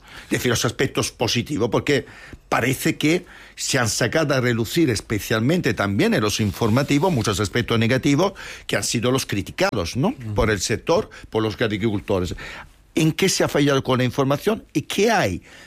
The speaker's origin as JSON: {"language": "Spanish", "country": "Spain", "said": "familia de agricultores, vengo de una zona agrícola, productora de vino y de aceite. Y yo cuando voy a mi pueblo, una de las cosas que más me gusta es comprar directamente al productor."}